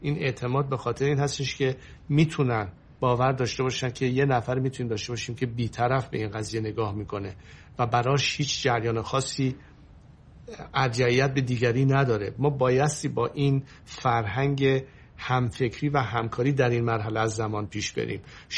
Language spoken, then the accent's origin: Persian; Iran; ایران منه